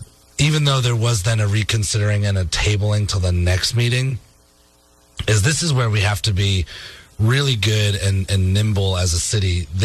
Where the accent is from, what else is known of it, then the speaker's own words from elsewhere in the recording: Massachusetts, United States; now in Alabama, United States; growing up in Massachusetts, I was always a fall allergy kid when I was younger